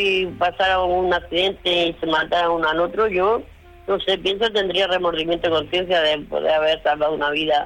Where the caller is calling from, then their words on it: Murcia, Region of Murcia, Spain; de Murcia, corresponsal de Murcia.